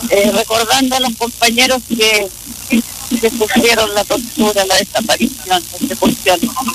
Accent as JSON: {"language": "Spanish", "region": "Aysén", "country": "Chile"}